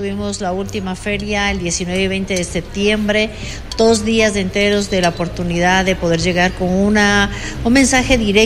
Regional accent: Ecuador

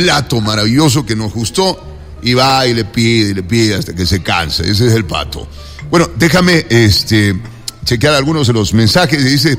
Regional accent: Quito, Pichincha, Ecuador; soy quiteño, soy ecuatoriano, soy sudamericano, soy terrícola

